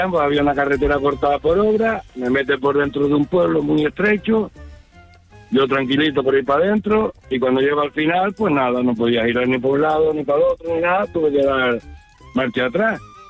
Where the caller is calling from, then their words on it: Tenerife, Canary Islands, Spain; soy de Tenerife, trabajo en la península con un camión.